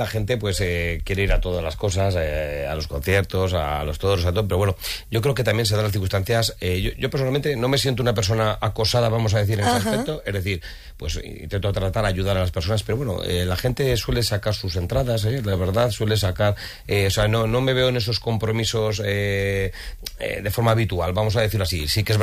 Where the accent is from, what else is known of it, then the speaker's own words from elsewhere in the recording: Romancos, Castilla-La Mancha, Spain; haber sido el alcalde de mi pueblo, que es Romancos